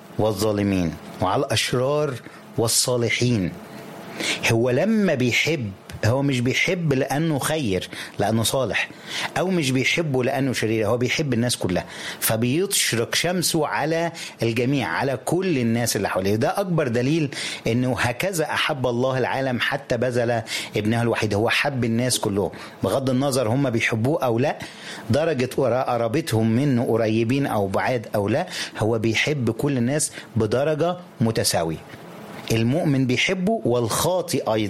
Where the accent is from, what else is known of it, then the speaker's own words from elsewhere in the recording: Upper Egypt, Egypt; بيعمله الراعي عندنا في الصعيد وكده والقرية بتاعتنا